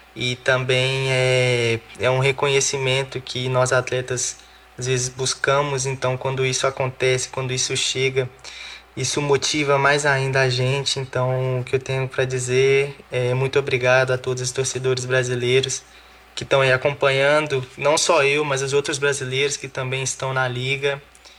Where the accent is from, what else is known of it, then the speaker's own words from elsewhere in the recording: Belo Horizonte, Minas Gerais, Brazil; trajetória com 6 anos de idade jogando futsal em uma escolinha no meu bairro, que é o bairro Serrano, onde eu cresci em Belo Horizonte, na escolinha do Seno.